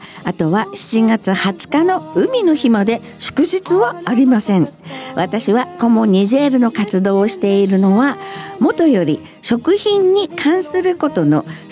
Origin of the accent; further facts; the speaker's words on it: Tokyo, Japan; born there; also born or lived in Niger; 私は東京生まれなのであまり農産物に詳しくなく、